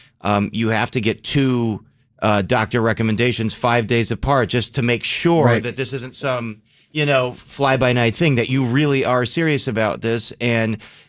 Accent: River Forest, Illinois, United States; So I grew up in River Forest

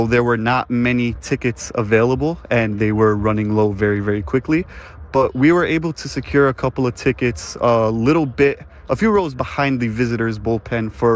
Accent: Chicago, Illinois, United States; So as a Chicagoan

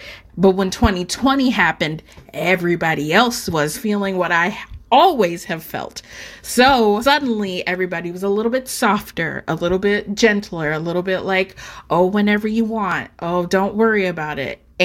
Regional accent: Detroit, Michigan, United States; moved away as an adult; now in Chicago, United States; I'm originally from Detroit and graduated 2004 and then moved out here in 2005.

